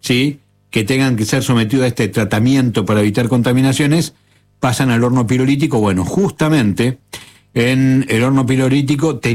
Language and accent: Spanish; Río Grande, Tierra del Fuego, Argentina; cuando era chico en Río Grande